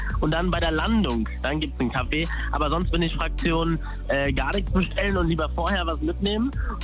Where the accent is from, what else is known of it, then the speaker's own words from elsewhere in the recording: Düsseldorf, North Rhine-Westphalia, Germany; now in Köln, Germany; also von Köln und nicht Düsseldorf, wo ich herkomme, bin ich gestern zum Kumpel gefahren